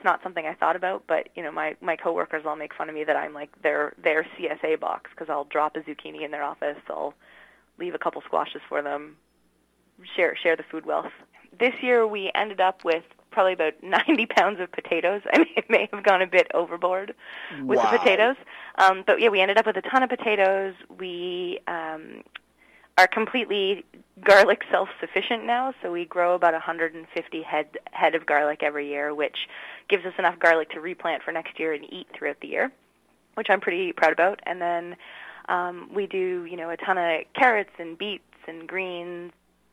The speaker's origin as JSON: {"language": "English", "town": "Tsawwassen", "region": "British Columbia", "country": "Canada", "tie": "born or raised there", "said": "I grew up in Tawasin, where you know all your neighbors, you chat with everybody, and now I live in the city"}